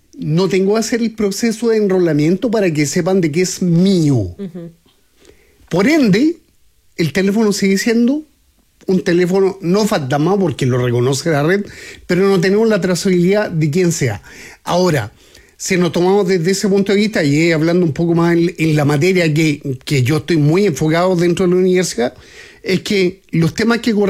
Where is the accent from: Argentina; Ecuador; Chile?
Chile; nos pasa con nuestros vecinos acá en Latinoamérica que, siendo chileno, no nos gusta muchas veces que nos hable un extranjero